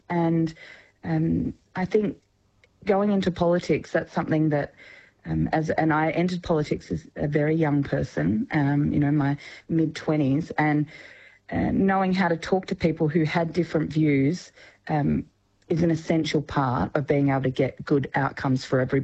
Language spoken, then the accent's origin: English; Orbost, Victoria, Australia; moved away; as a teenager in Orbost